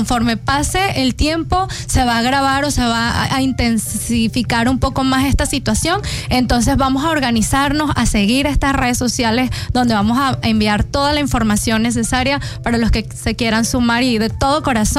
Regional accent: Venezuela; Entonces, como comunidad venezolana, tenemos que acompañarnos, abrazarnos.

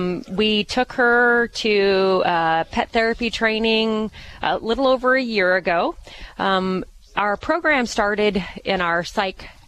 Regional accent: Pawnee, Illinois, United States; Actually, born and raised in Pawnee.

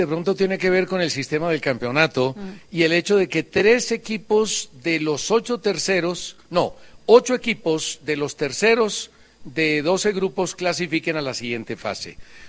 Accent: Spain; Eso decíamos, soy de España.

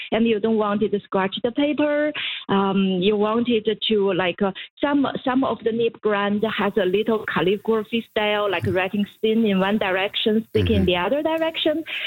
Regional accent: China; moved away; I grew up in China

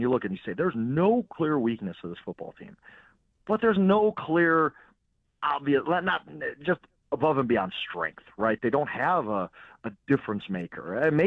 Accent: Wisconsin, United States; I'm from Wisconsin.

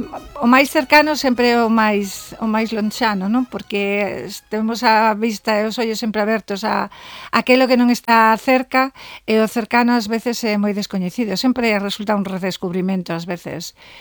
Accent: A Coruña, Galicia, Spain; Sí, por vicio, porque son coruñesa

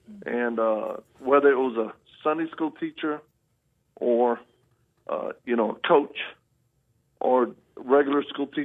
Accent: Louisiana, United States; also born or lived in Mississippi / Texas; Well, I'm a Southern boy. I was born in Louisiana and spent a lot of time on the bayous. And then, you know, we moved around a lot. So we spent time in three main states, Louisiana, Mississippi, and Texas.

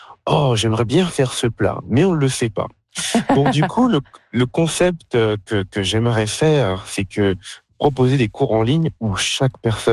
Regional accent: France; now in Canada; ici en Saskatchewan, moi je suis français d'origine, et en fait, tout simplement, et j'ai pas réussi à trouver quelque chose qui me rappelle un peu ma jeunesse en France

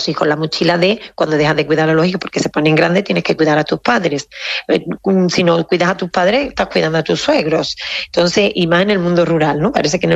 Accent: Seville, Andalusia, Spain; moved away as an adult; now in Carcabuey, Spain; porque yo soy de capital y me vine al mundo rural, soy de Sevilla, me vine aquí a Carcagüey, cuando aquello pues estamos hablando del año 2002 aproximadamente

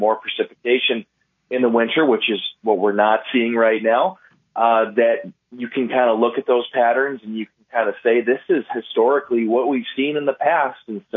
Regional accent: Minnesota, United States; I grew up in Minnesota, and I can't remember a stretch of winters where we've seen as dry or as warm

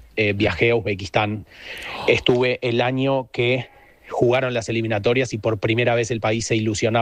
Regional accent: Uruguay; soy uruguayo.

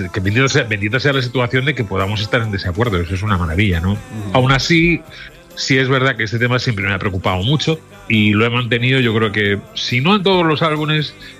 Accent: Alicante, Valencian Community, Spain; moved away as an adult; also born or lived in Madrid; aunque nací es en Madrid, pero luego me fui muy, muy crío, con 6, 7 años me fui a vivir a Alicante. Y desde esa edad, más o menos, hasta los, un poco antes inclusive, hasta los 18, que ya me voy a ir a Valencia.

